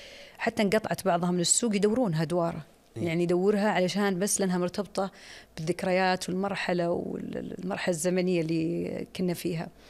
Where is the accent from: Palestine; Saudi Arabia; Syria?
Saudi Arabia